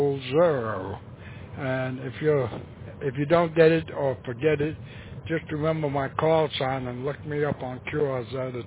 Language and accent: English; Lexington, South Carolina, United States; I am from Lexington, and I don't live there anymore. I live about 40 miles away from it, but I maintain it.